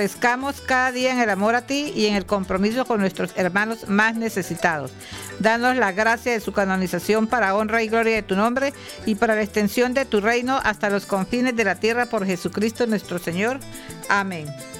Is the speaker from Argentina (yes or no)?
no; Llanos Orientales, Colombia; toda esta hermosa llanura que es mi tierra, nuestra tierra, la tierra que amamos inmensamente.